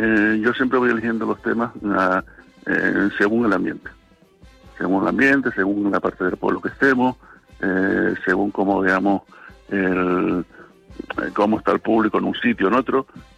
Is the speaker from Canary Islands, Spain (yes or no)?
yes; Agaete, Canary Islands, Spain; born or raised there